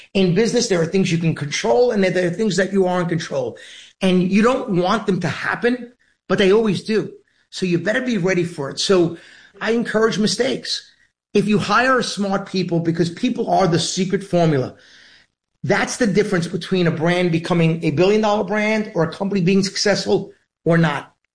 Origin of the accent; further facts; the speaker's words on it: Queens, New York, United States; It's why I always say … from Queens, right?